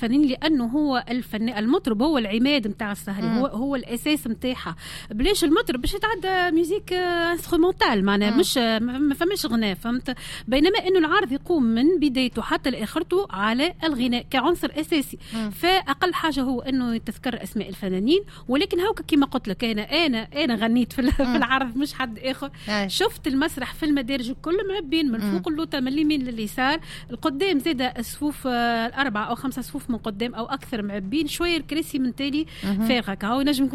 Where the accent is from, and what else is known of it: Tunisia